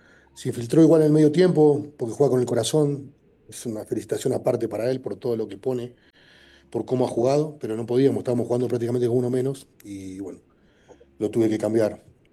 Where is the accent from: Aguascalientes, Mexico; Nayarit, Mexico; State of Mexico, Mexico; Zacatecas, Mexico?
State of Mexico, Mexico; Toluca; yo soy de Toluca, sí, obviamente tengo un pasado en Monterrey, siempre tengo el cariño con la gente de Monterrey